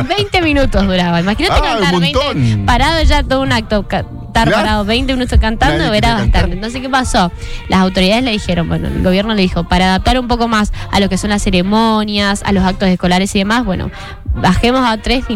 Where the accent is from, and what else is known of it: Argentina